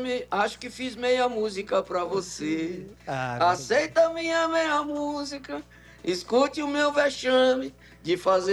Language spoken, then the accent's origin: Portuguese; Northeast Region, Brazil; moved away; quando eu vim do Nordeste pro Sudeste, fiquei morando 5 meses lá